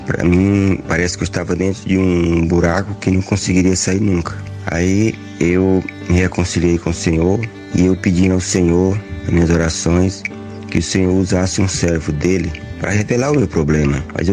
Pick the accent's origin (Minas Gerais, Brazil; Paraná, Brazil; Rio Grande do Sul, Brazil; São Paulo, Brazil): São Paulo, Brazil; Carapicuíba; sou aqui de Carapicuíba.